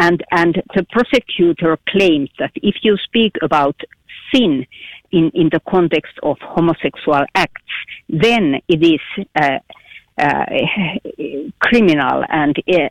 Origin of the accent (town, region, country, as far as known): Finland